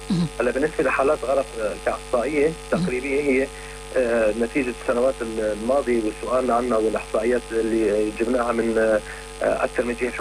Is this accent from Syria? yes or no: yes; Deir ez-Zor, Deir ez-Zor Governorate, Syria; أهالينا في مدينة دير الزور